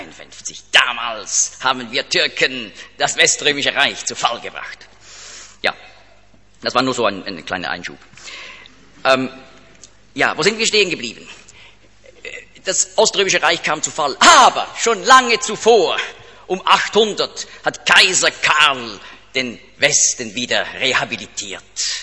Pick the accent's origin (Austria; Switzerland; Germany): Switzerland; Er ist ja auch in der Schweiz, da ganz nahe, da wo ich aufgewachsen bin, ist er da über die Limmat, da steht noch ein Gedenkstein.